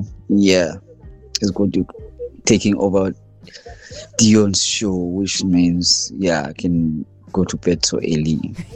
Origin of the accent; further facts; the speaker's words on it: Bizana, Eastern Cape, South Africa; now in Durban, South Africa; here in Durban at Inanda, original from Bizana, born and bred in Bizana, Eastern Cape.